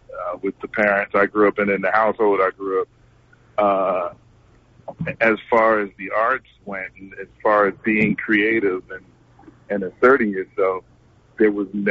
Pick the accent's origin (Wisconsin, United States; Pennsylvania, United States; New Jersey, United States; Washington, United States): New Jersey, United States; Trenton; So I just grew up around theater and music and all the good stuff, you know, poetry, because growing up in Trenton, Antoshaki was, you know, at our house, Dominique Giovanni.